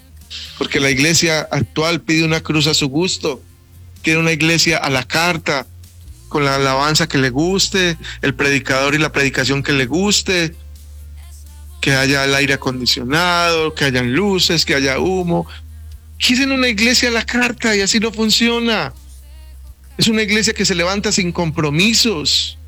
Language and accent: Spanish; Colombia; como colombianos tenemos el derecho de ir y la obligación de ir a votar.